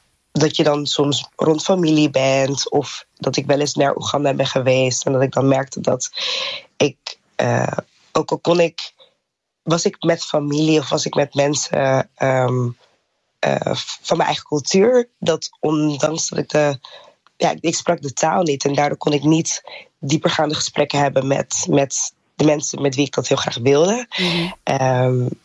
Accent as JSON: {"language": "Dutch", "country": "Netherlands", "tie": "born there", "said": "ik ben Oegandees. Ik heb ouders die daar zijn opgegroeid, maar zelf ben ik in Nederland geboren."}